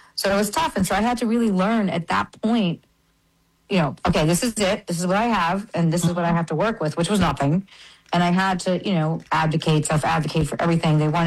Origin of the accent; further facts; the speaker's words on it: New York, United States; also born or lived in Brazil; I'm born and raised in New York. I was born partially. I mean, I was raised, you know, a lot in Brazil because my mother is Brazilian.